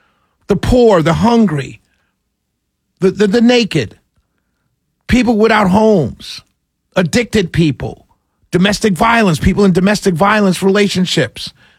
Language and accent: English; New York City, New York, United States; I grew up in St. James, in St. James Presbyterian Church in Harlem, New York, the greatest little village in the entire world.